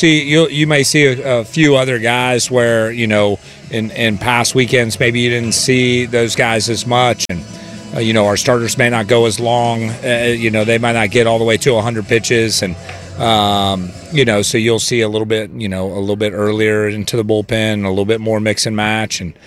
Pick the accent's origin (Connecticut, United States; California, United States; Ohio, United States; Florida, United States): Ohio, United States; growing up in Ohio